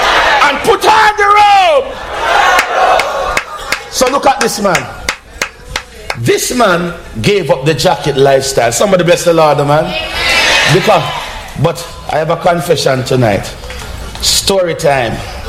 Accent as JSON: {"language": "English", "country": "Jamaica", "tie": "born or raised there", "said": "growing up in Jamaica, even though I was exposed to church, church was not exposed to me."}